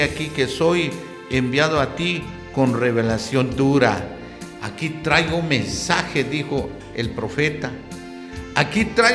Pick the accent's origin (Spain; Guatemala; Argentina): Guatemala; nosotros como campesinos guatemaltecos